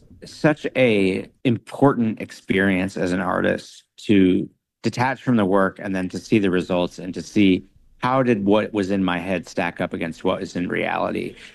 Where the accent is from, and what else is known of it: United States